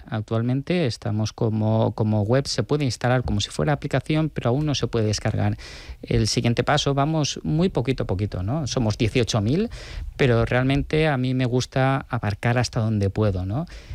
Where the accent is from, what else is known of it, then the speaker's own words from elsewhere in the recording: Valencian Community, Spain; Y creaba también obras de arte en el chalet familiar, en el pueblo, en mi pueblo Alfar.